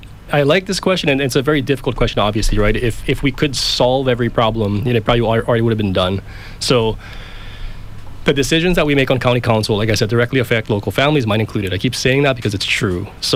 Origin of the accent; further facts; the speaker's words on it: Kauai, Hawaii, United States; born and raised on Kauai, fourth generation. I really am rooted here.